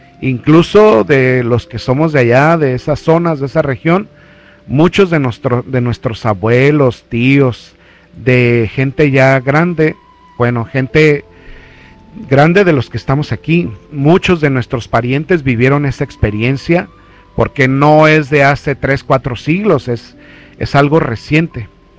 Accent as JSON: {"language": "Spanish", "town": "Zamora", "region": "Michoacán", "country": "Mexico", "tie": "born or raised there", "said": "Allí en mi, de donde yo soy, donde yo crecí, uh-huh, hay un santuario que es muy reconocido a nivel nacional, uh-huh, el santuario de Guadalupe en, uh-huh, Zamora."}